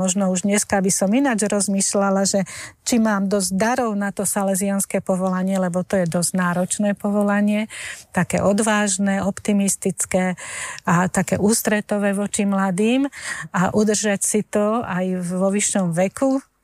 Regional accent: Veľké Úlany, Trnava Region, Slovakia; Veľké Úlany, okres Galanta.

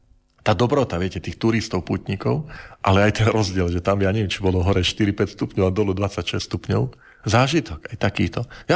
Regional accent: Žilina Region, Slovakia; ja som z Horavy

